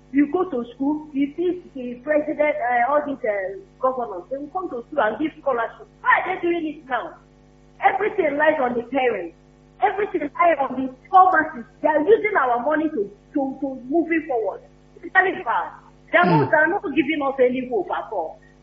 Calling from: Oyo, Nigeria; from Challenge.

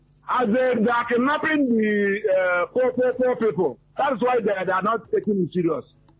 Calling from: Elebu, Nigeria; I'm calling from Elebu.

